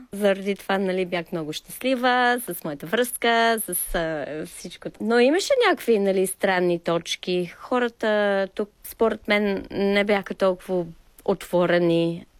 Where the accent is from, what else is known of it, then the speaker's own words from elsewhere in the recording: Hayling Island, South East England, United Kingdom; Bulgarian is a second language; moved away as an adult; now in Sofia, Bulgaria; и тук живея в България, в София, може би малко повече от 18 години. Оригинално съм от Южна Англия, на един малък остров, Хейлинг Айленд се казва, близо до Портсмут. Едно много уютно място.